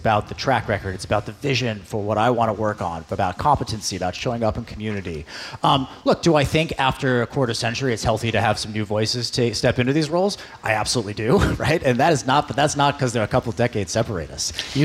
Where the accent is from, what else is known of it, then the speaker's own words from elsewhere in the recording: New Canaan, Connecticut, United States; Then we moved next door to New Canaan, Connecticut. My mom's from Brockton, Braintree, and then I grew up in Connecticut.